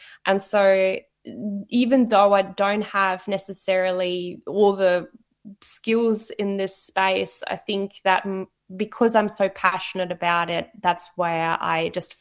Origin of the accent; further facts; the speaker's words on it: Germany; English is a second language; now in Australia; so I grew up in Germany, and Germany always has been